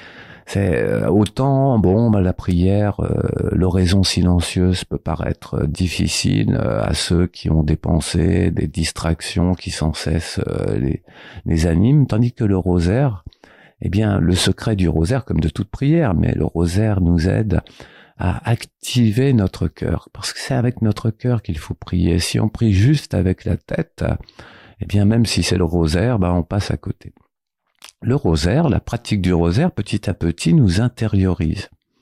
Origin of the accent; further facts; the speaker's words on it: France; alors qu'on est français?